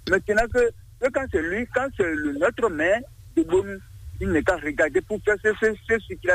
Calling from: Bonou, Ouémé, Benin; Village à Gomaran, mairie de Bonou.

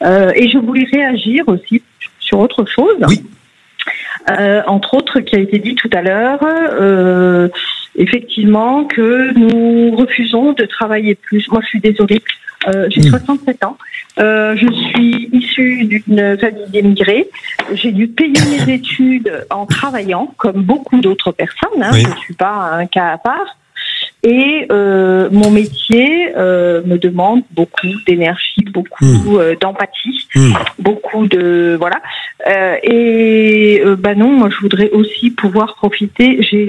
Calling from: Beauville, Nouvelle-Aquitaine, France; Dans le Lot-et-Garonne

